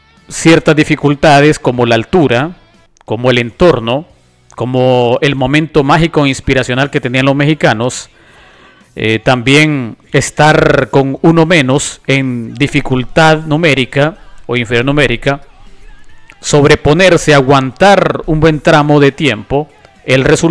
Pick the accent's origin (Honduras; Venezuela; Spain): Honduras; nosotros como hondureños